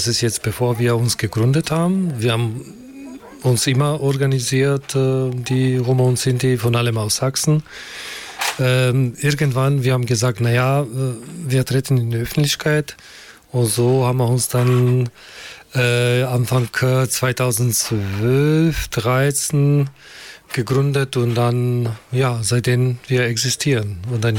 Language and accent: German; North Macedonia; now in Germany; Noch in meiner Heimatstadt in Mazedonien, in Ex-Jugoslawien, wir haben dann auch so welche Festivals gemacht.